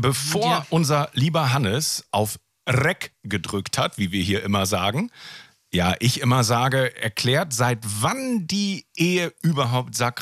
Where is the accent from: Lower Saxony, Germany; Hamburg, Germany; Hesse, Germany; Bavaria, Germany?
Lower Saxony, Germany; aufgewachsen im Oldenburger Münsterland, da gab es wirklich mal in diesem kleinen Kaff, aus dem ich komme